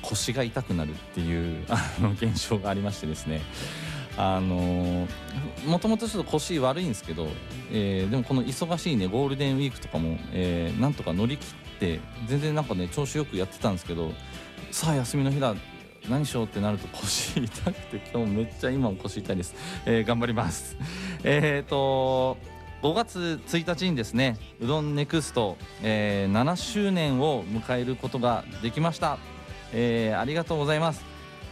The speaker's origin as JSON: {"language": "Japanese", "region": "Hokkaido", "country": "Japan", "tie": "born or raised there", "said": "北海道生まれ北海道育ちなんですけど知らなくて、ちょっと両親がね北海道出身じゃないっていうこともあるのか"}